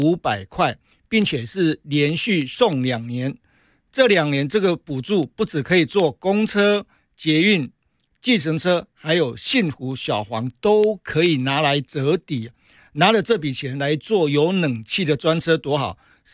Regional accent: Taiwan; 我们台湾人是非常有同理心的

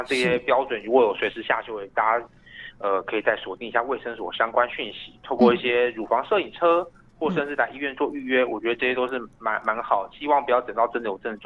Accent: Taiwan

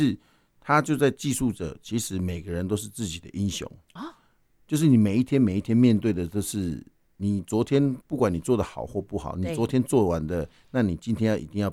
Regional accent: Taitung County, Taiwan; 我是杜兰部落，台东县杜兰部落的人，

